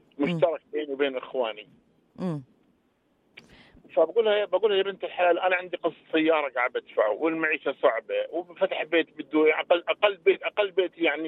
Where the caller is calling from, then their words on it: Iraq; انا عراقي لكن امي اردنيه ومرتي اردنيه.